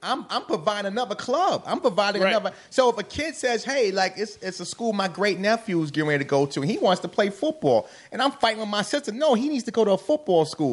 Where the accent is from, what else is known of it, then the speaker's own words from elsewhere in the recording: New York City, New York, United States; I grew up in the Bronx